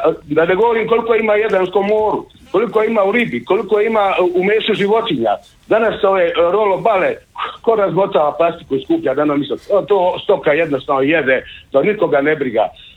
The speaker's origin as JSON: {"language": "Croatian", "town": "Knin", "region": "Šibenik-Knin County", "country": "Croatia"}